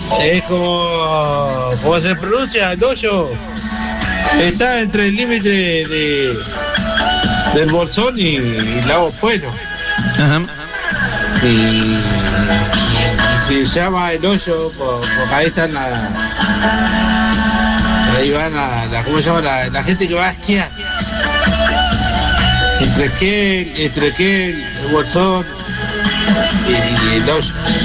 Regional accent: Chubut, Argentina; born there; Soy de acá de Chubut igual. Va, uh-huh. En realidad soy nacido en Carril.

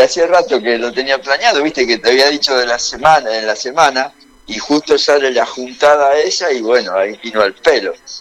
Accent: Rosario, Santa Fe, Argentina; ¿Vos sos de Rosario? Sí

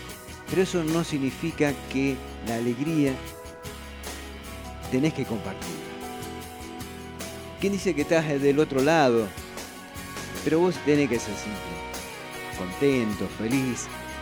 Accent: Buenos Aires, Argentina; que somos del barrio de Flores

